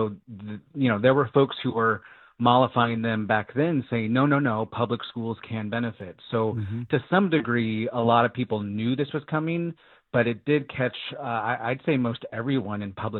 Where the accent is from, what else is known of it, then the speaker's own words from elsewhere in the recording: Las Vegas, Nevada, United States; Clark County, which is Las Vegas, my hometown, they are just bleeding students.